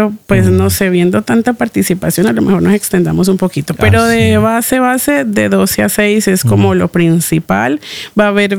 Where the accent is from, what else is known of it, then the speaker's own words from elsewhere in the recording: Palmira, Valle del Cauca, Colombia; moved away; yo soy de Palmira, cerca a Cali.